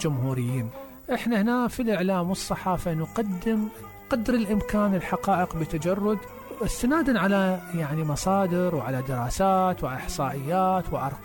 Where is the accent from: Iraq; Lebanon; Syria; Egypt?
Iraq